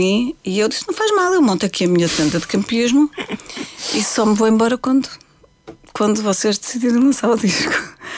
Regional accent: Portugal; eu sou portuguesa, eu não sou brasileira, e vou cantar em português.

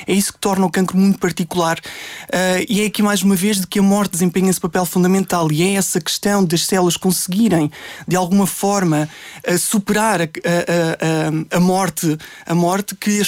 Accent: Carrazedo de Montenegro, Norte, Portugal; now in Lisbon, Portugal; Portanto, eu sou de Carrasel de Montenegro, que é, aliás, é uma vila que pertence à freguesia de Carrasel de Montenegro, concelho de Valpaços.

